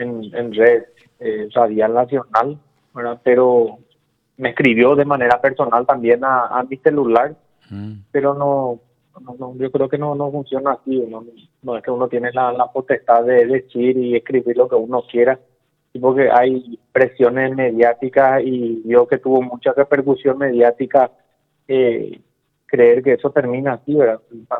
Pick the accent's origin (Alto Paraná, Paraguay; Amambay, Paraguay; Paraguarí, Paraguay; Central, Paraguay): Amambay, Paraguay; Pedro Juan Caballero; moved away